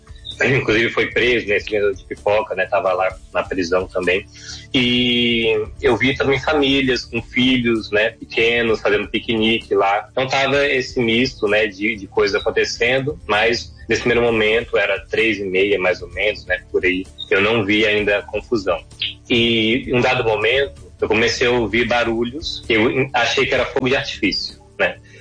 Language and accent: Portuguese; Brasília, Federal District, Brazil; eu sou de Brasília mesmo, né?